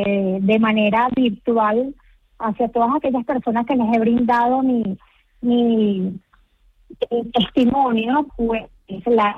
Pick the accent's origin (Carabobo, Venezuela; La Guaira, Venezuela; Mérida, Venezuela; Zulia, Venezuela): La Guaira, Venezuela; en La Guaira, en mi país, en mi pueblo